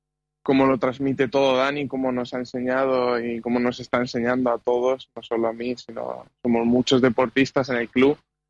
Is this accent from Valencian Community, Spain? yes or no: yes; Santa Pola, Valencian Community, Spain; soy un chico de Elche, de Santa Pola